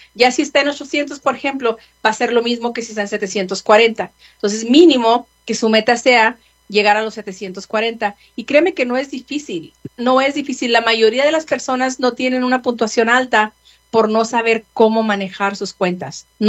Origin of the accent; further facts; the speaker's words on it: Casas Grandes, Chihuahua, Mexico; Casas Grandes, Chihuahua. Bueno, yo soy